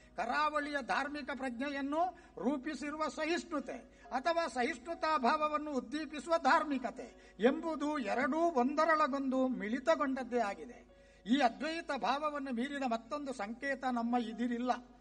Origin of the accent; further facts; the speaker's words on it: Karnataka, India; ನನ್ನೂರಿನ ಸಮೀಪದ ಕೊಯನಾಡಿನ ಶ್ರೀ ಗಣಪತಿ ಗುಡಿಯ ವಠಾರದಲ್ಲಿ ನಡೆಯುತ್ತಿದ್ದ ಶಿವರಾತ್ರಿ ಉತ್ಸವದಲ್ಲಿ